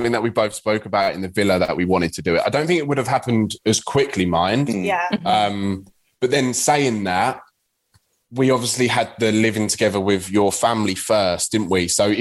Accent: England, United Kingdom; although it was a little bit difficult because Paige is Scottish and I'm English, eh?

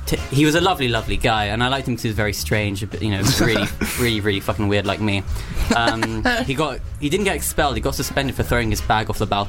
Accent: United Kingdom; We're Brits

